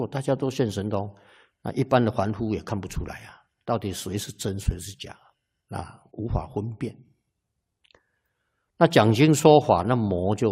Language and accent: Chinese; Taiwan; 我们台湾人啊，都是很厚道的啊。